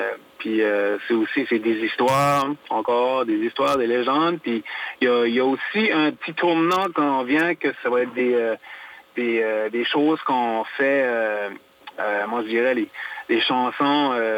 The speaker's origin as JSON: {"language": "French", "country": "Canada", "said": "on est acadien, mais on a beaucoup d'influence anglais aussi"}